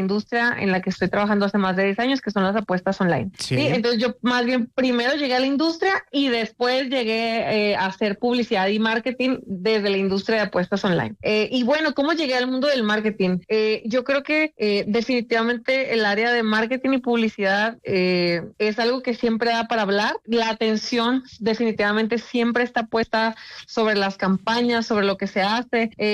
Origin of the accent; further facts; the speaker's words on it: Mexico; moved away as an adult; now in Colombia; yo soy mexicana, sí, yo tengo casi 7 años trabajando en Wplay.co aquí en Colombia